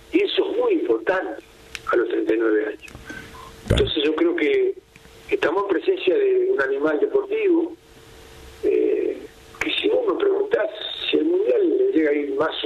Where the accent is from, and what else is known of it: Argentina